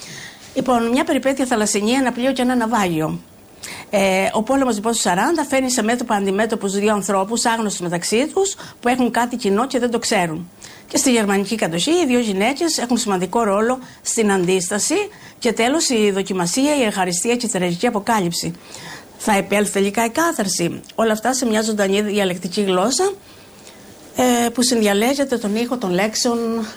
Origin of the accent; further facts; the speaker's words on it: Ziros, Crete, Greece; moved away as an adult; του χωριού μου, είπαμε, από τις ιστορίες που άκουγα από τα μικρά τα μου μέχρι 22 χρόνια που έφυγε από το χωριό μου τη Ζήρου.